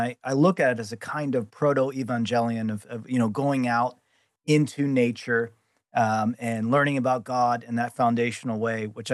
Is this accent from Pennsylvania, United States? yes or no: yes; Harrisburg, Pennsylvania, United States; Yes, I'm from Harrisburg, Pennsylvania, and I had a profound conversion at the age of 13.